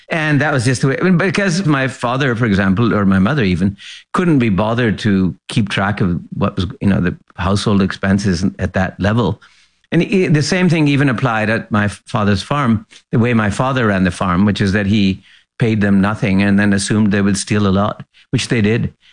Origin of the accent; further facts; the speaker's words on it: Lahore, Punjab, Pakistan; I was brought up in Lahore, and we had these you know, wonderful old, you know, they're called servants, I guess.